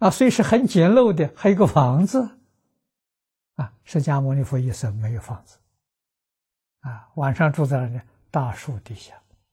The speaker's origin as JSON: {"language": "Chinese", "country": "China", "said": "我们中国人"}